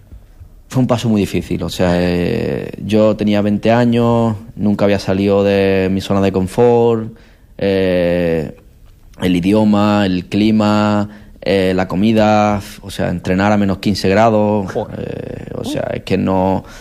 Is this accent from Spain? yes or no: yes; Spain; Somos españoles.